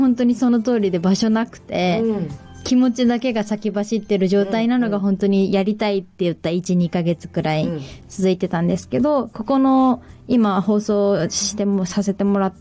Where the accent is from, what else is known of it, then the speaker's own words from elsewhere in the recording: Isesaki, Gunma, Japan; 私は出身私は伊勢崎出身で